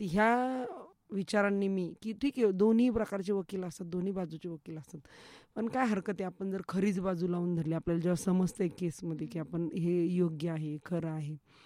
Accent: Ahilyanagar, Maharashtra, India; माझं माहेर कोलार आहे, भगवतीपूर, परंतु वडील शिक्षक होते, त्यांच्या नोकरीमुळे आम्ही नगर शहरातच राहिलो, नगर शहरातच जन्मलो. आणि माझं सासर केडगाव आहे, परंतु आम्ही इथे नगरमध्ये राहतो, दिल्ली गेट या ठिकाणी, माझ्या सासूबाईंच्या नोकरीमुळे.

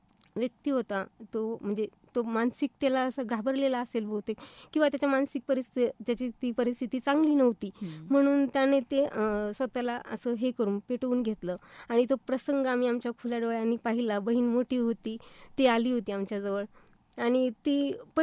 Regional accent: Ahmednagar, Maharashtra, India; मी तशी मूळची नगरचीच आहे। माझं बालपण एका ठिकाणी नाही गेलं, प्रत्येक वेळी माझं बालपण चेंज होत गेलं।

